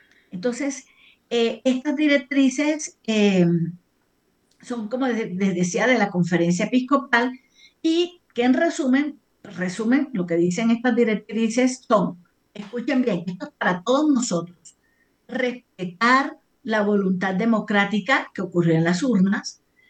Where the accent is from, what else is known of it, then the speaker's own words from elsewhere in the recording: Colombia; nosotros los colombianos, independientes si somos costeños, cachacos, del norte